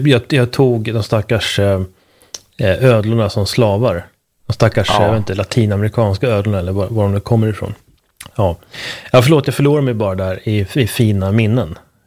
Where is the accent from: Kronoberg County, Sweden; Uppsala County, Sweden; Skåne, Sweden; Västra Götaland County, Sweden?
Uppsala County, Sweden; Uppsala; när man är född och uppvuxen i Uppsala